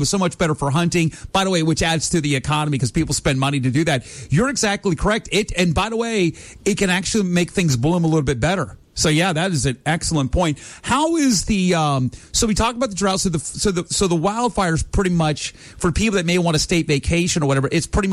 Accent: Florida, United States; I'm from Florida

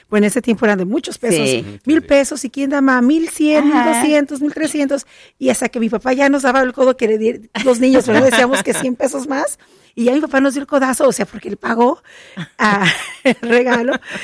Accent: Mexico; moved away; yo crecí en México también

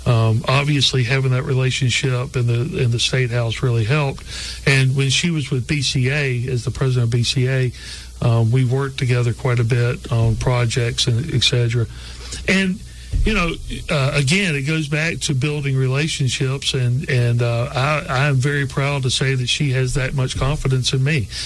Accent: Alabama, United States; because I grew up in Baldwin County, lived in the Wiregrass.

